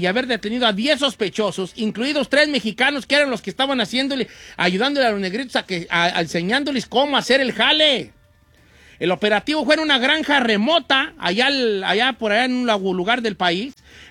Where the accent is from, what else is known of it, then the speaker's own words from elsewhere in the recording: La Sauceda, Michoacán, Mexico; born there; De la cintura para arriba soy mexicano, señores. Nacido y criado en la Sauceda, Michoacán. Bueno, no. Nacido en la Sauceda y fui criado en Estados Unidos.